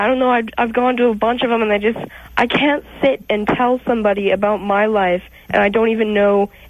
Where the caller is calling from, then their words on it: San Dimas, California, United States; San Dimas, California.